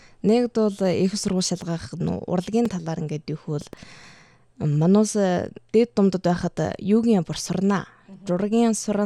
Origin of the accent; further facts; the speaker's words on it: Inner Mongolia, China; Миний нутаг бол отог